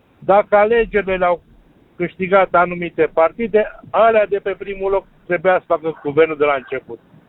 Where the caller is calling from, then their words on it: Bucharest, Romania; Mă numesc din București.